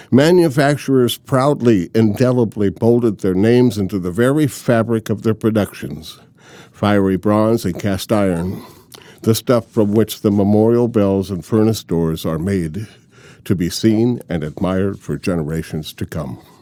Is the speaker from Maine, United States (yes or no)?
no; Tacoma, Washington, United States; born there; Tacoma's Old City Hall is 120 years old. But when I was born here in Tacoma, it was only 60.